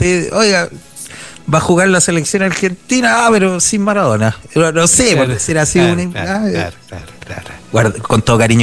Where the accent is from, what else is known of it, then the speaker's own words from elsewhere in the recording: Valparaíso, Chile; Yo soy de Valparaíso.